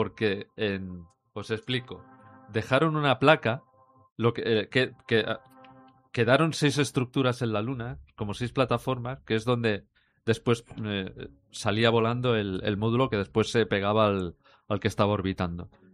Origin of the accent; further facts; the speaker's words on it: Catalonia, Spain; Soy catalán y si es gratis, más bueno.